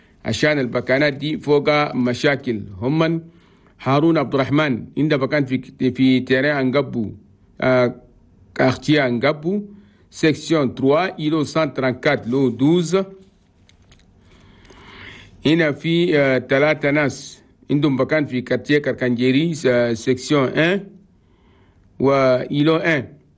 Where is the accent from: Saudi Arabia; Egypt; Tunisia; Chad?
Chad; في بلدنا تشاد. نبدأ لكم بلغتنا اليوم.